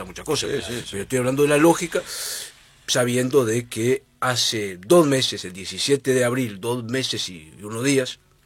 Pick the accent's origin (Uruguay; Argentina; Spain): Uruguay